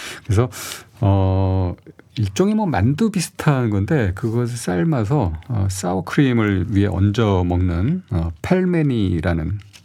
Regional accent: Seoul, South Korea; 제가 사실은 어린 시절을 성수동에서 보냈습니다.

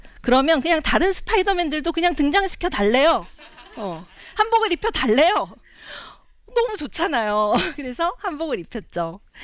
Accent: South Korea; 한국에서 태어나서 한국에서 쭉 산 저 같은 사람들도

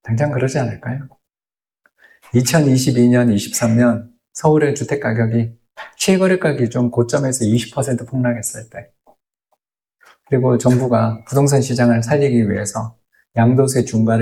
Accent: Daegu, South Korea; 제가 대구 사람입니다. 대구하고도 대구 남구 대명동에 사는데요.

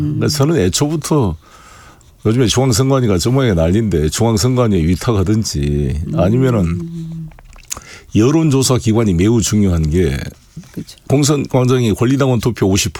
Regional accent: Honam, South Korea; 첫 번째 박탈감이라는 것은 호남인들이 저도 호남 출신이지만 내려갈 때마다 이런 하소연을 해요.

